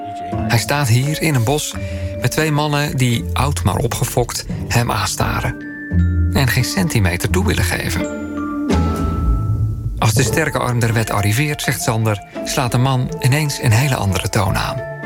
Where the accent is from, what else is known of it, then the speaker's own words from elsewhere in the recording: Amersfoort, Utrecht, Netherlands; ik kom uit Amersfoort.